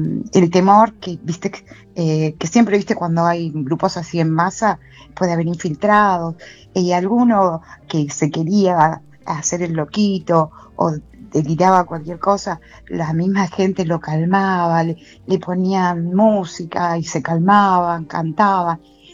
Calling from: Sarandí, Buenos Aires Province, Argentina; de Avellaneda, de Sarandí, a pocos metros de todo lo que está pasando.

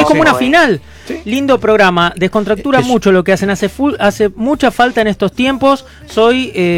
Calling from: Colegiales, Buenos Aires, Argentina; de Colegiales, gracias.

